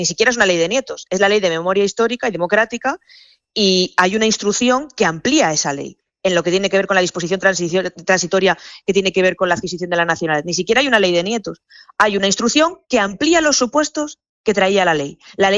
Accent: León, Castile and León, Spain; Yo soy de León y siempre he votado presencialmente

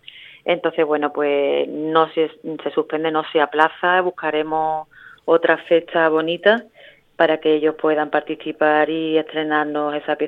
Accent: Spain; como súper españoles que somos.

